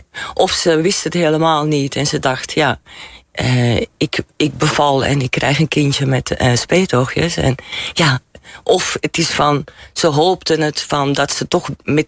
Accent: Belgium; want ja, ik kom uit België eigenlijk, dan heb je allemaal, ik was altijd het enige Chineesje.

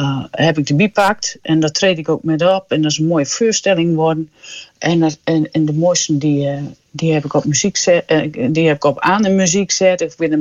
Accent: Valthermond, Drenthe, Netherlands; Ik kom van Valthermond.

